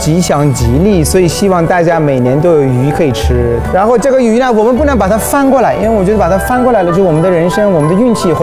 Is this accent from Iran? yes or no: yes; Iran; 我们伊朗人有人如果去世的话，我们必须得吃这个东西